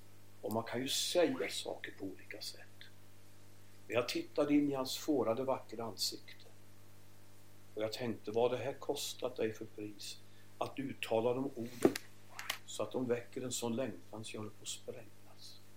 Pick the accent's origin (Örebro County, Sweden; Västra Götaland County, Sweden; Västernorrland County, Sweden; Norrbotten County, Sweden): Örebro County, Sweden; Närke. Det här är min hembygd. Vi sitter här i Närke nu, mina hembygder.